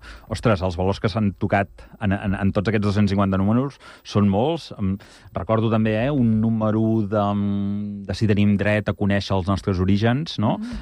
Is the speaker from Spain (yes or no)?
yes; Igualada, Catalonia, Spain; que ets jove, jo sóc d'Igualada, el …, el codirector de Mataró